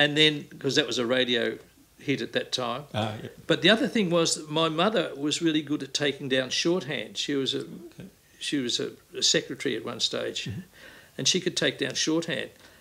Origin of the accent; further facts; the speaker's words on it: Melbourne, Victoria, Australia; I grew up in West Heidelberg, in the Housing Commission area, where most people just played football. I grew up during the Olympic Games period